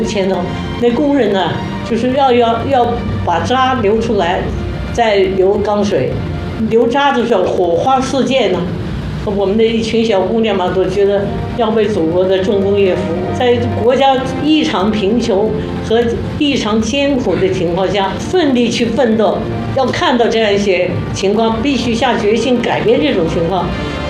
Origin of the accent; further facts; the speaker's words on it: China; also born or lived in Guangxi / Chongqing / Beijing; 我们中国人一点不比外国人差，